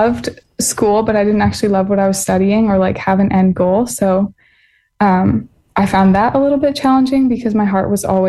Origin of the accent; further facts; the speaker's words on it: Ottawa, Ontario, Canada; Yeah, I grew up in Ottawa, Ontario, so the capital. And I've been here all 23 years.